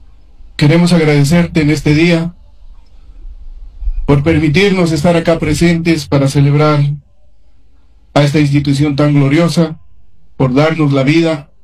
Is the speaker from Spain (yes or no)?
no; Bolivia